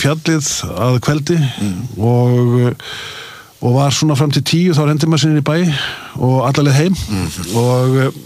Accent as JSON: {"language": "Icelandic", "town": "Akureyri", "region": "Northeastern Region", "country": "Iceland", "tie": "born or raised there", "said": "Já, já, það var alltaf dásamlega að alast upp á Akureyri."}